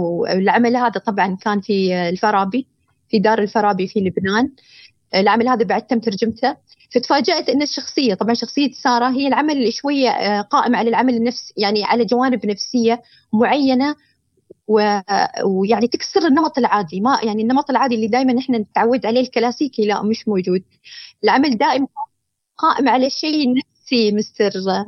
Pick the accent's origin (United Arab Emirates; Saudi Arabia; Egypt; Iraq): United Arab Emirates; أنت لما تدخل في سوق العمل يعني خاصة أنا أتكلم عن بلدي الإمارات